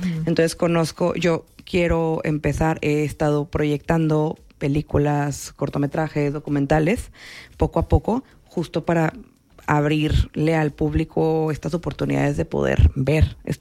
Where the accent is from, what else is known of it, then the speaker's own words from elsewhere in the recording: Torreón, Coahuila, Mexico; moved away as an adult; also born or lived in Los Angeles / Mexico City; Yo soy de aquí de Torreón. Uh-huh. Viví muchos años en Los Ángeles y luego en Ciudad de México y regresé a Torreón.